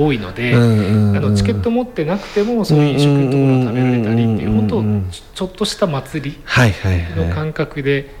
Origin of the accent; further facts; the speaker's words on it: Ibaraki, Japan; 僕があの地元の茨城県の